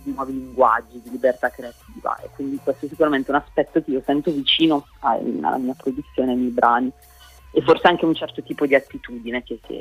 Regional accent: Brescia, Lombardy, Italy; now in Bologna, Italy; Io vengo da Brescia originariamente, ormai vivo a Bologna da tanto tempo, ma Brescia è la mia città d'origine, è una città comunque che è città, ma è anche molto molto provincia

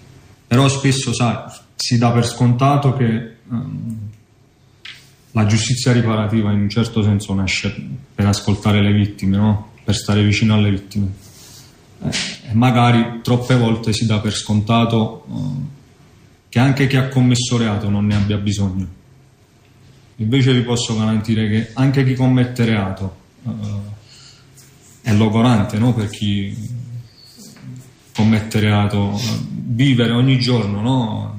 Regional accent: Naples, Campania, Italy; sono di Napoli, ho 32 anni

